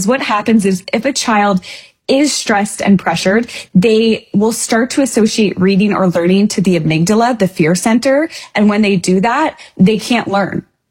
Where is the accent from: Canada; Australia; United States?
Canada; moved away; I'm Canadian. I'm an Ontario trained teacher.